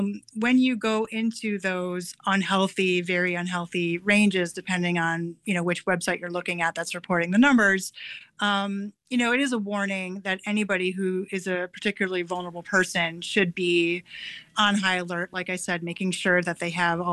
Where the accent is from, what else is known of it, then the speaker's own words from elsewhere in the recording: Milwaukee, Wisconsin, United States; I'm from Milwaukee myself, so very nice to have the opportunity to talk to a fellow Wisconsinite.